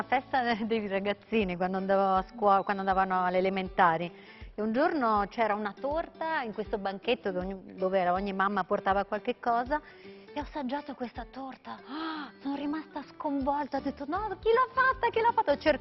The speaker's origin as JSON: {"language": "Italian", "town": "Bolzano", "region": "Trentino-Alto Adige", "country": "Italy", "tie": "born or raised there", "said": "mamma veneta, naturalmente, io poi nata e cresciuta a Bolzano"}